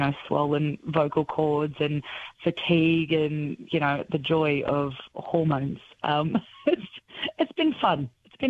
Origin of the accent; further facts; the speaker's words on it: Bankstown, New South Wales, Australia; Look, I grew up in Bankstown, and, you know, our family getaways were down the south coast